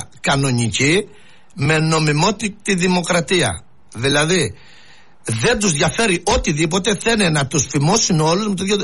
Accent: Greece; Εμένα ο τόπος μου και το χωριό μου είναι πρώτη σε πολυτεχνία στην Ελλάδα.

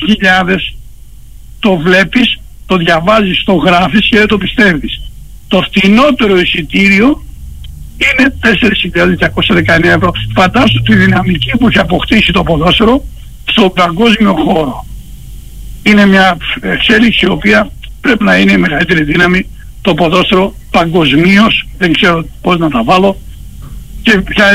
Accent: Patras, Western Greece, Greece; και ως πατρινοί

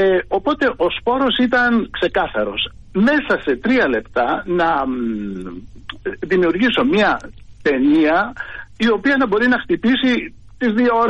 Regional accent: Greece; τη στιγμή που είμαστε Έλληνες

